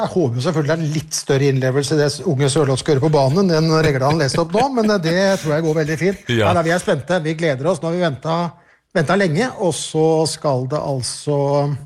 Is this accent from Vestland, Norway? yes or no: yes; Bergen, Vestland, Norway; vi kan skrike som bergensere vi